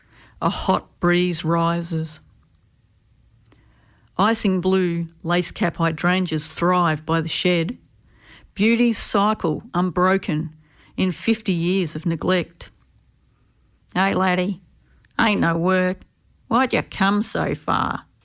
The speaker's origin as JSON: {"language": "English", "region": "Victoria", "country": "Australia", "also_born_or_lived": "Melbourne", "moved": "as an adult", "lives_now": "Adelaide, Australia", "said": "I'm originally from Victoria."}